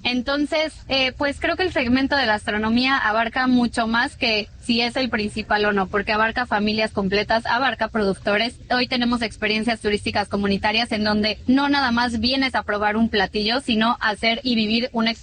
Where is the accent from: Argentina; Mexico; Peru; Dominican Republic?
Mexico